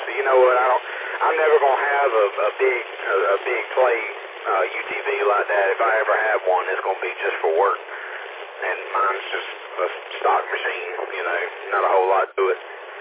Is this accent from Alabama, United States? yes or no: no; Goldsboro, North Carolina, United States; That's where I was raised up at. I was born and raised in Goldsboro, and Pineville, Nahana area, really, but just north of Goldsboro. That's where I'm from.